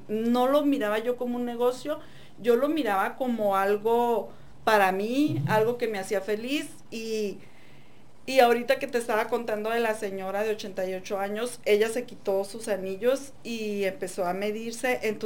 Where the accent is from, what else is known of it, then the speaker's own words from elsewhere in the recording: Ciénega Prieta, Chihuahua, Mexico; En la sierra de Chihuahua se llama Ciénega Prieta, el pueblo de donde yo soy.